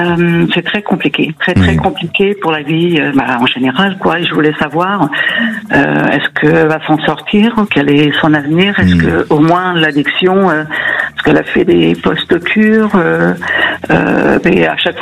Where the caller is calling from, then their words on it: Île-de-France, France; de la région parisienne.